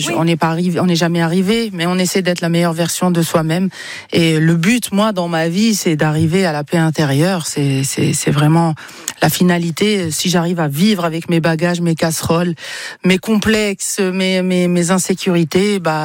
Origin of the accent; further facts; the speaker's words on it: Algeria; moved away; depuis que j'ai quitté l'Algérie, on dirait que ma résidence est une valise et un passeport.